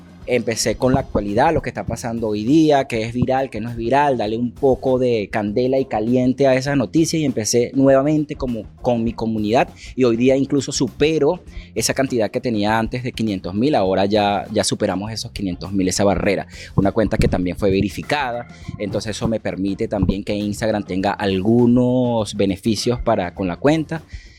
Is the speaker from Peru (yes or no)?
no; Venezuela; moved away; nos pasaron muchas cosas en mi país, Venezuela, por lo cual decidí emigrar.